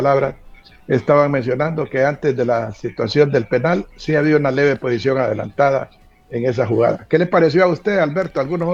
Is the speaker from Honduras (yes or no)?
yes; Honduras